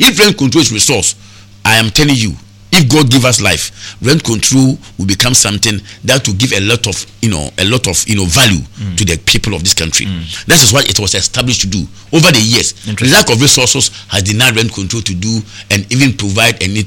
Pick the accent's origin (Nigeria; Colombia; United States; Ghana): Ghana; So we are Ghanaian.